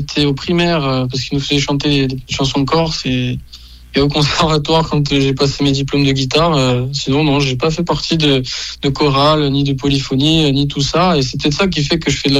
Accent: Bastia, Corsica, France; je viens de Bastia depuis toujours, je suis né là-bas, j'ai toujours vécu là-bas, j'ai eu un petit passage sur le continent pour faire un brin d'études, mais sinon non, j'ai toujours été ici, ancré à cette île.

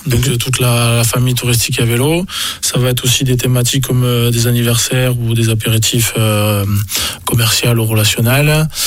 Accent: Occitanie, France; now in Tarn-et-Garonne, France; issu depuis une dizaine d'années sur le Tarn-et-Garonne. J'ai été également originaire de l'Aude.

